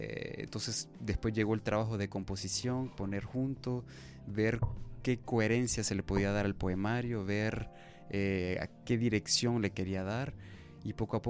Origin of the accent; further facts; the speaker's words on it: Honduras; nos sigue afectando mucho como hondureños